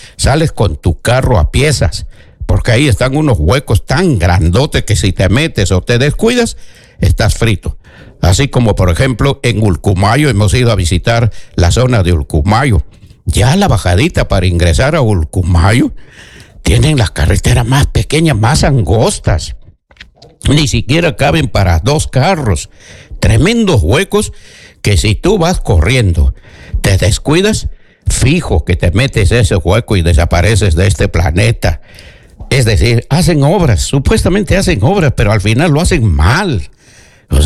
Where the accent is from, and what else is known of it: Peru